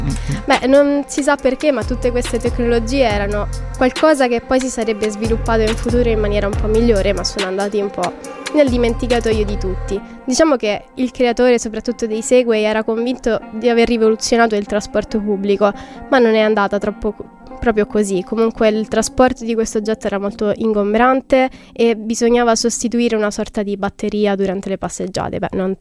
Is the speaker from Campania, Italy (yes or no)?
no; Rome, Lazio, Italy; sono di Roma